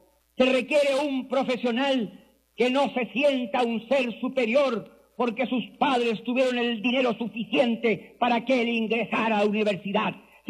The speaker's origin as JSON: {"language": "Spanish", "country": "Chile"}